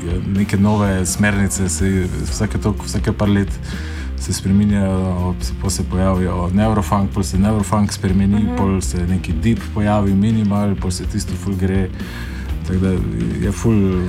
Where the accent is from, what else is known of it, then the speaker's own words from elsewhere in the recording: Maribor, Drava, Slovenia; ko smo iz Maribora